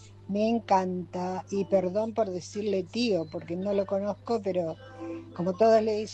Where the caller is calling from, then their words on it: Magdalena, Buenos Aires Province, Argentina; de Magdalena